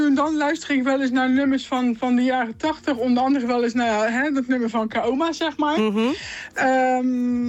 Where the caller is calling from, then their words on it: Schiedam, South Holland, Netherlands; Ik zit in Schiedam.